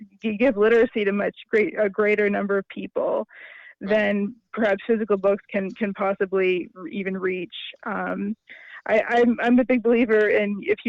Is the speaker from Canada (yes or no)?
yes; Nova Scotia, Canada; I'm from Nova Scotia originally, yeah.